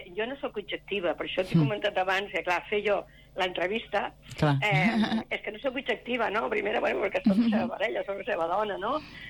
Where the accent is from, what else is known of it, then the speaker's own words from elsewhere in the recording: Sabadell, Catalonia, Spain; No, jo sóc de Sabadell, però els dos vivim a castellà, els dos vivim a Can Font.